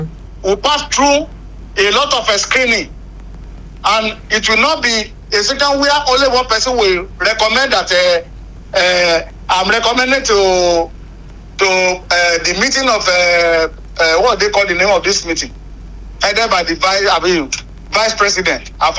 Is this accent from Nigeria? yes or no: yes; Nigeria; I am talking as a Nigerian who want the best for this country.